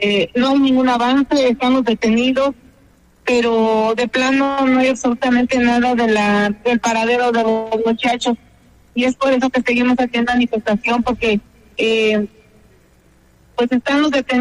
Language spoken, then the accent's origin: Spanish; State of Mexico, Mexico; somos aquí del Estado de México